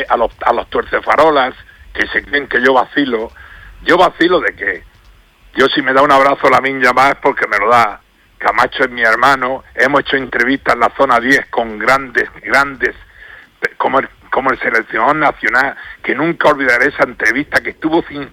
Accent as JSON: {"language": "Spanish", "region": "Balearic Islands", "country": "Spain", "said": "Para mí Mateu Ferrer era más que Lamine Yamal en ese momento, como mallorquín"}